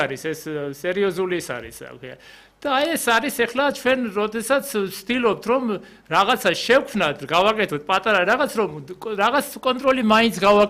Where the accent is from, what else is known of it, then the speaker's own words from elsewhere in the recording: Western Georgia, Georgia; მე თვითონ დასავლეთიდან ვარ